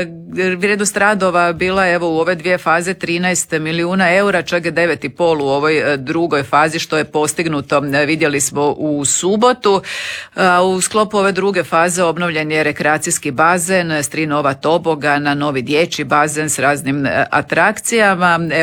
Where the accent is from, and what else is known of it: Osijek, Osijek-Baranja County, Croatia